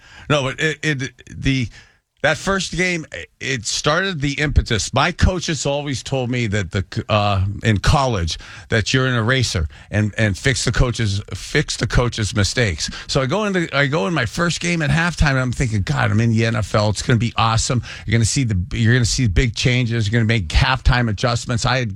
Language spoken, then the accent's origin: English; Ohio, United States; I love about how I was raised here in Northeast Ohio.